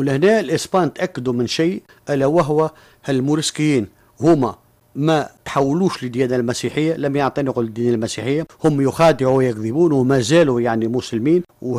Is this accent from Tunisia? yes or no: yes; Tunisia; في تونس مثلا، نقولها كتونسي،